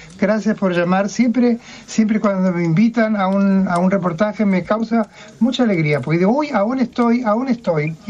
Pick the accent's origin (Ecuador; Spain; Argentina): Argentina; son cosas muy conmovedoras en vivirlas como argentinos para mí.